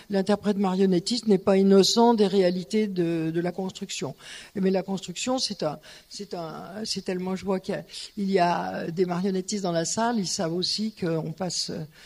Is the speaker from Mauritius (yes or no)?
no; Lyon, Auvergne-Rhône-Alpes, France; moi, je suis lyonnaise